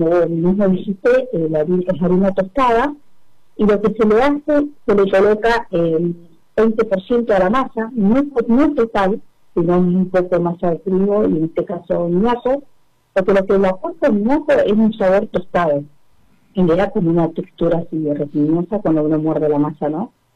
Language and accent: Spanish; Zapala, Neuquén, Argentina; yo pertenezco a Zapala, estoy en Moreno, a 20 kilómetros de Zapala.